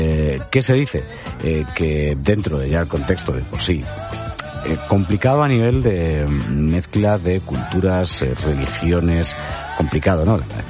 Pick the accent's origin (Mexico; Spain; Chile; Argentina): Spain; Galicia; Yo soy gallego, a ver las islas, ¿vale?